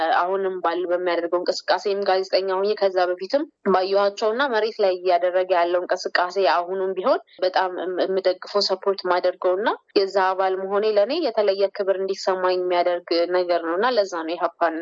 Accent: Addis Ababa, Ethiopia; እኔ እንግዲህ እዚሁ አዲስ አበባ ነው ተወልጄ ያደኩት።

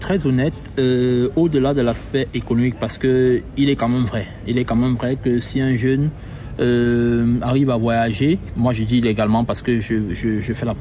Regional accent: Cameroon

